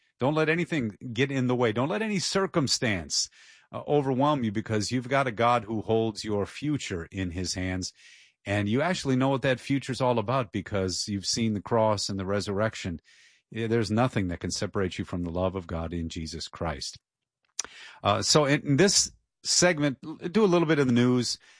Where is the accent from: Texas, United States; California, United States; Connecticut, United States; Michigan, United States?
Michigan, United States; Detroit; now in Washington, D.C., United States; I grew up in Detroit.